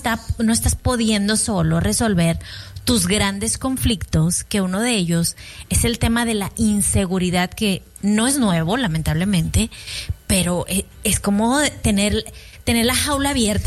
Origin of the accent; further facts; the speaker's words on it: Mexico; nosotros como mexicanos